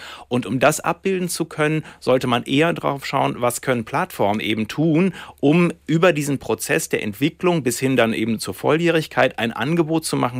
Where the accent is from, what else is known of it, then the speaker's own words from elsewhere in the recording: Lower Saxony, Germany; Ich bin aufgewachsen in Ostfriesland. Das ist sehr rural, sehr ländlich und ich bin schwul.